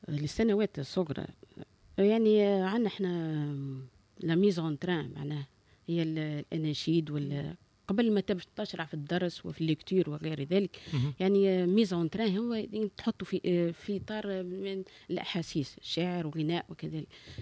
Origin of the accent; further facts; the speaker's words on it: Tunisia; بالنسبة لي ولكل امرأة تونسية